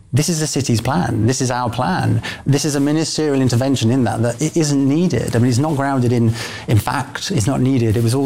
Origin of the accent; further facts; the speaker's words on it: East Midlands, United Kingdom; I'm from the East Midlands. You can commute into the city in an hour from the East Midlands.